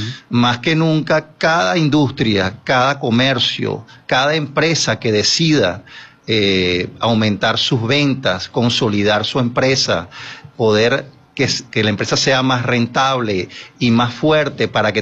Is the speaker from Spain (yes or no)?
no; Venezuela; como venezolano y como industrial.